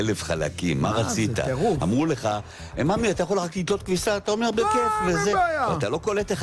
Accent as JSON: {"language": "Hebrew", "town": "Jaffa", "region": "Tel Aviv District", "country": "Israel", "tie": "born or raised there", "said": "הרי אחותי ואני נולדנו ביפו, זה הבית שלנו, שם גדלנו, זאת הילדות."}